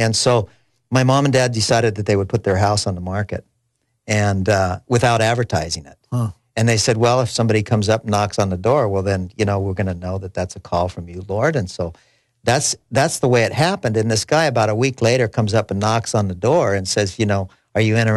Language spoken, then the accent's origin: English; Seattle, Washington, United States; we're originally from Seattle, Washington, mm-hmm. and I was born in Seattle, and my parents, you know, were just a regular American family up there in the Pacific Northwest.